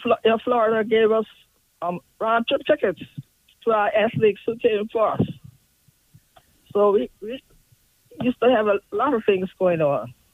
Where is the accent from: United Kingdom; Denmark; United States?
United Kingdom; England; moved away as an adult; Well, it was great because I came from England and they put me at the high school because I was the first physical education female teacher.